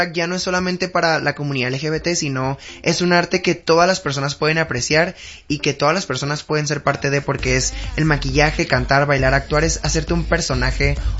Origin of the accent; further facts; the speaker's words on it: Mexicali, Baja California, Mexico; moved away; lo que me llevó a poder salir de Mexicali, porque soy de Mexicali.